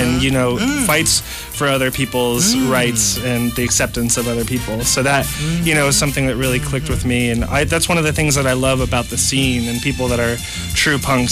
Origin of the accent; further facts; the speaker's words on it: Ohio, United States; moved away; I'm originally from Ohio.